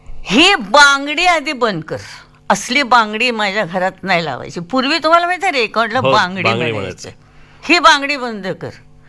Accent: Kolhapur, Maharashtra, India; मी आहे कोल्हापूरची.

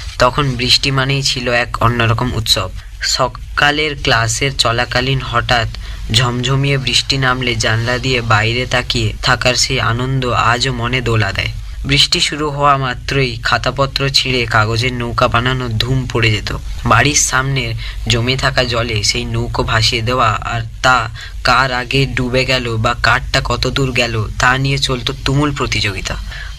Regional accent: Kolkata, West Bengal, India; now in Purulia, India; আমি কলকাতা জেলার বাসিন্দা।

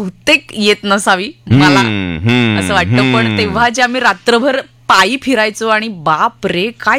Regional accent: Mumbai, Maharashtra, India; मुंबईत लहानपणी मला आठवतं की मी वरळीची आहे आणि लालबाग परळ खूप जवळ असल्यामुळे

